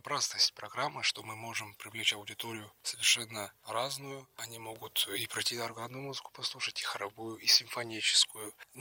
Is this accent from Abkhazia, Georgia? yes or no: yes; Pitsunda, Abkhazia, Georgia; Так как наш фестиваль называется Пицунский, есть ощущение и желание сделать город это лучше, мой родной город, и привнести в него какое-то свое прочтение.